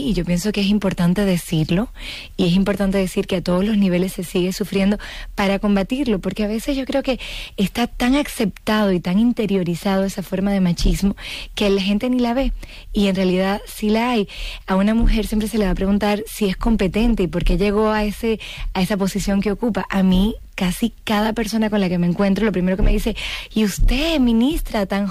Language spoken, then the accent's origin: Spanish; Dominican Republic; also born or lived in Madrid; now in Spain; La verdad es que soy franco-dominicana. Y de hecho crecí en el Caribe. Mi mamá es dominicana y viví en Madrid hasta hace poco, y me siento muy española. De hecho, no española, me siento muy madrileña.